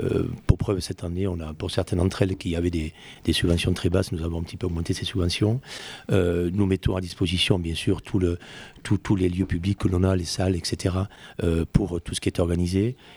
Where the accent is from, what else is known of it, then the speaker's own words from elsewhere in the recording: Cahuzac-sur-Vère, Occitanie, France; Alors pour ma part, je suis né à Cahuzac-sur-Vert, donc j'y suis depuis 56 ans.